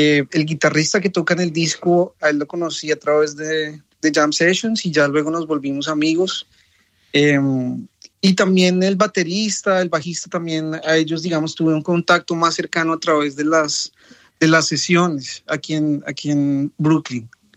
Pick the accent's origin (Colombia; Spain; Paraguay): Colombia; now in New York, United States; el hecho de venir de Colombia, que es un país muy rico en distintas tradiciones musicales, tenemos una diversidad increíble en las regiones